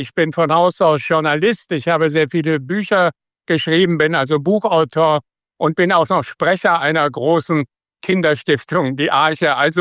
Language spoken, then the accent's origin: German; Gronau, North Rhine-Westphalia, Germany; accent: Westphalian; moved away; also born or lived in Münster; Die Jugend habe ich natürlich vielfach, weil Gronau eine Kleinstadt ist, an der holländischen in Holland verbracht. Das war die Nachbarstadt Enschede, so heißt sie.